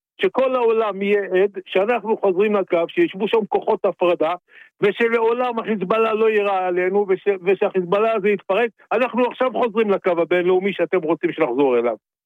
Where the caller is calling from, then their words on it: Central Israel, Israel; אני מהמרכז.